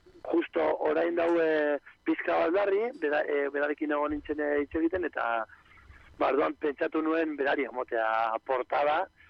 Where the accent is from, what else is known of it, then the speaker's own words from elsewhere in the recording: Bilbao, Basque Country, Spain; Osea, ni bilbotarra naiz eta kolorea hau ikusten dut, egunero.